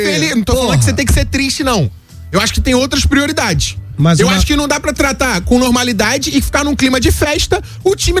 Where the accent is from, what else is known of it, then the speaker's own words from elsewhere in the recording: Rio de Janeiro, Brazil; eu nasci no Campim, fui criado em Padre Miguel, na Vila Aliança, em Bangu